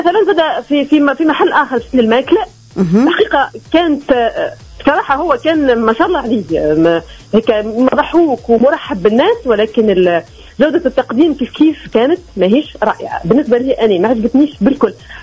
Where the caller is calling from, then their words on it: Tataouine, Tataouine Governorate, Tunisia; من تطاوين.